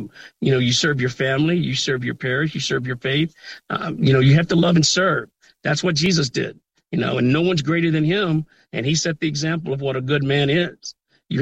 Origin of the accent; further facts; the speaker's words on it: the South, United States; I grew up on wrestling in the South.